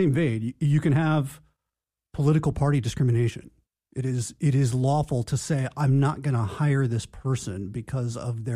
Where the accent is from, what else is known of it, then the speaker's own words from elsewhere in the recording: Oregon, United States; born there; I was born in Oregon.